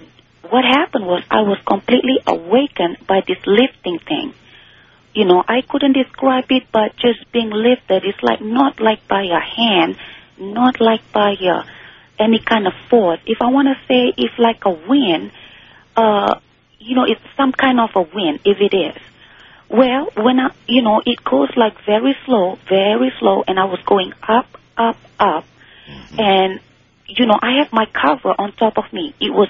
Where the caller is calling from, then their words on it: Missouri, United States; I'm calling from Missouri.